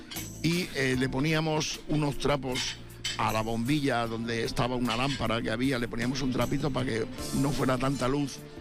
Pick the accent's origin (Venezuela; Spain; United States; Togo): Spain; Badajoz, Extremadura; en Badajoz, en mi tierra